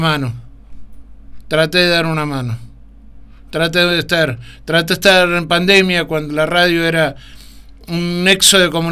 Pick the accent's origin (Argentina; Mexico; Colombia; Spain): Argentina; Mendoza; moved away; desde mi pueblo, desde Bogo, en Mendoza.